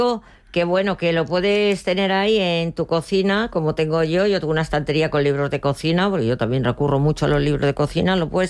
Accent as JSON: {"language": "Spanish", "country": "Spain", "said": "Pues yo, como española y cocina tradicional española, pues bueno, pues lo planteo."}